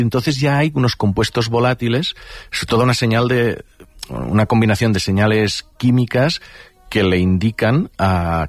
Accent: Catalonia, Spain; Pues algunas cosas, mira que soy del Delta del Ebre, hay mosquitos, sí, cuando dejan de fumigar.

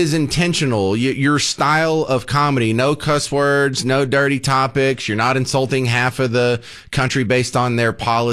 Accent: Texas, United States; because we're from Texas, and I go work in New York.

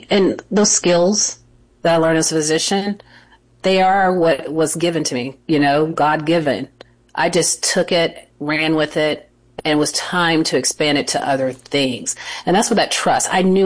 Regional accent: South Carolina, United States; I grew up in South Carolina.

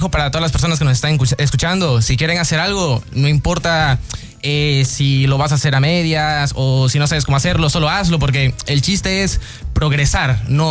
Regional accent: Veracruz, Mexico; yo encantado de estar aquí en Veracruz, en mi tierra

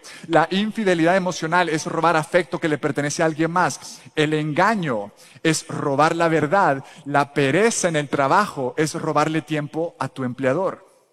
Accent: El Salvador; now in United States; cuando yo crecí en El Salvador

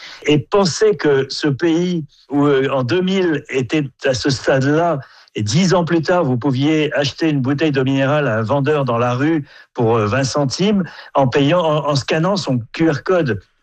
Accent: France; moved away as an adult; moi, j'étais un jeune Français, j'avais 23 ans quand je suis arrivé en Afrique du Sud

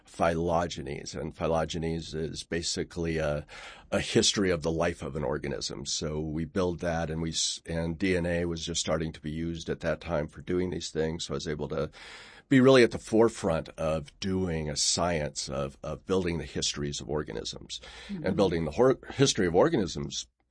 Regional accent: El Cajon, California, United States; I grew up in Southern California, so in a place called El Cajon, which is outside of just east of San Diego.

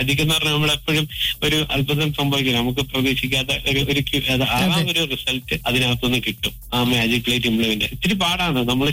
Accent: Kerala, India

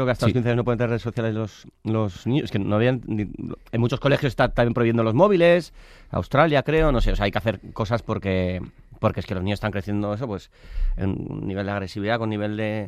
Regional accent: Basque Country, Spain; Soy vasco, sí, todos los rodajes, ¡ay, qué frío! Pero si eres vasco, si eres del norte, que soy tan vasco como friolero, que conste en acta.

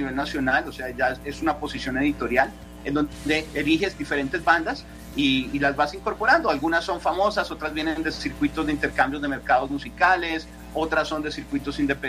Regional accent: Colombia; nuestro país

